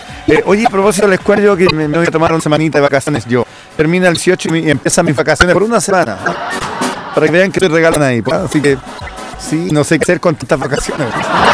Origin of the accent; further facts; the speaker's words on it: Chile; somos chilenos.